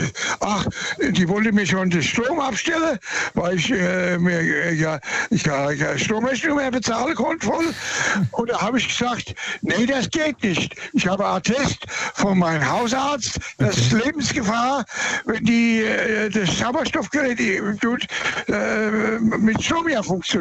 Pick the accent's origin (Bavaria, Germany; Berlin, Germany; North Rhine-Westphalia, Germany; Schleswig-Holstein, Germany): Bavaria, Germany; Birnbach; born there